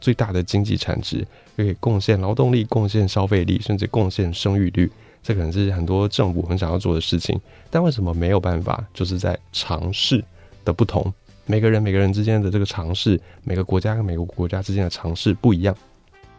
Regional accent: Taiwan

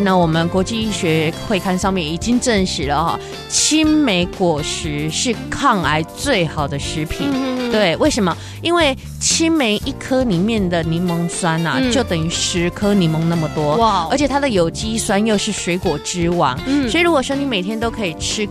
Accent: Taiwan; 其实我们台湾人最害怕的是什么？是大肠癌。

